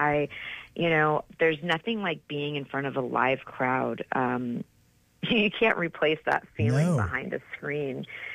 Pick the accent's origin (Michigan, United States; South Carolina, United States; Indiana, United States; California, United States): Michigan, United States; moved away; when I was a teenager growing up in Michigan